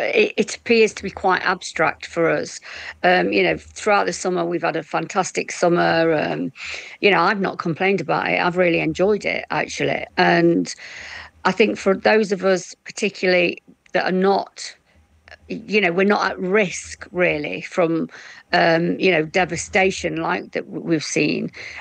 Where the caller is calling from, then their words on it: Bestwood Village, East Midlands, United Kingdom; I'm in Nottinghamshire. I'm in the village where I live, which is Bestwood Village, an ex-mining community.